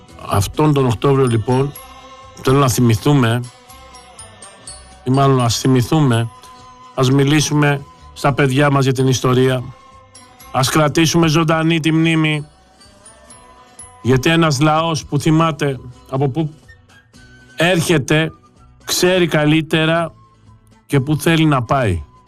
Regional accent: Greece

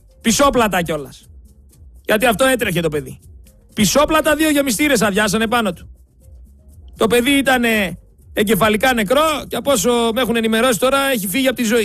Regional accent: Greece; εμένα που είμαι Έλληνας πολίτης

